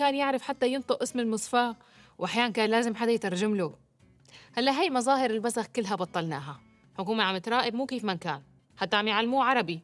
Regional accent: Syria; نحن السوريين

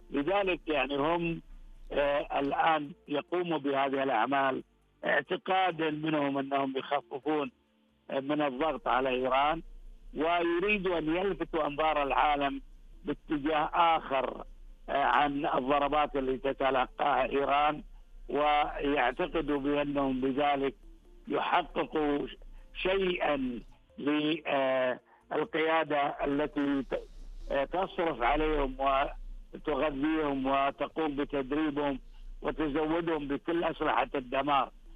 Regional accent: Kuwait; يعني أنا أذكر عندنا في الكويت

